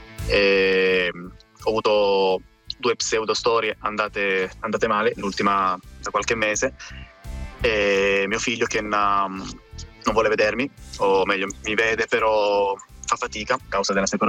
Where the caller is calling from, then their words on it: Milan, Lombardy, Italy; da Milano.